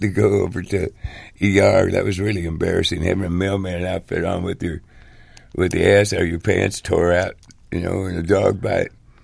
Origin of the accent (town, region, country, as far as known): Maywood, Illinois, United States; born or raised there